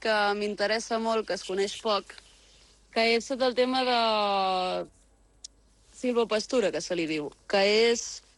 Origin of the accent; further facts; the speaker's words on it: Barcelona, Catalonia, Spain; now in Gironella, Spain; Jo això soc de Barcelona, però bueno, amb aquest context familiar, no?